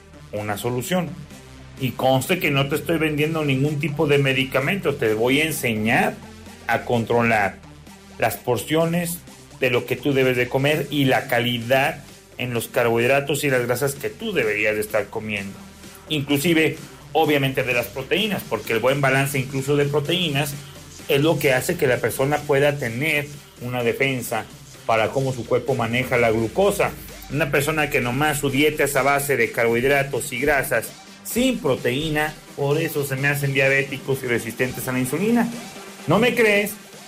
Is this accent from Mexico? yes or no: yes; Mexico; Aunque parezca suizo, aunque parezca europeo, no, soy mexicano.